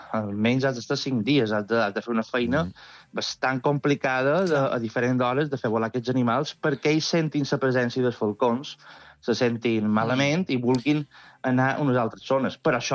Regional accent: Mallorca, Balearic Islands, Spain; Sóc a Mallorca, de Mallorca, sí.

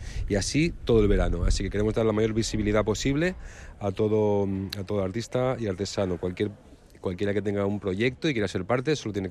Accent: Bilbao, Basque Country, Spain; also born or lived in Scotland; now in Menorca, Spain; Yo vengo de Bilbao.

